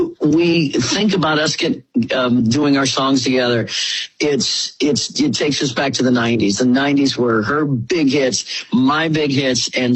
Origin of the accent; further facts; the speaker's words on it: Leavenworth, Kansas, United States; I love my hometown. It's a very special town. It didn't grow like crazy like all the other towns did.